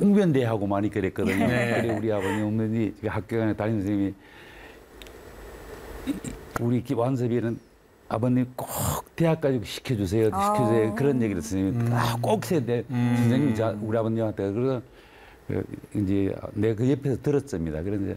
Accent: Sangju, North Gyeongsang, South Korea; moved away; 제가 그 고향이 상주인데요. … 그래서 처음에 서울에서 고등학교를 졸업하고

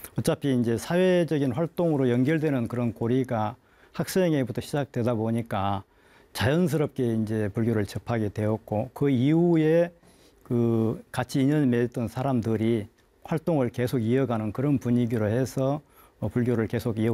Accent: Naju, South Jeolla, South Korea; 저는 고향은 전라남도 나주가 고향입니다.

